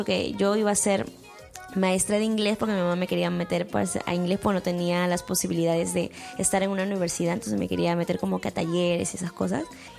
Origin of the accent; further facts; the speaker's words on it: Pacasmayo, La Libertad, Peru; also born or lived in Callao; yo nací en Campanita, en Pacasmayo nací, y luego mi papá también tiene familia en el Callao. Entonces viví en el Callao pues hasta los 5 años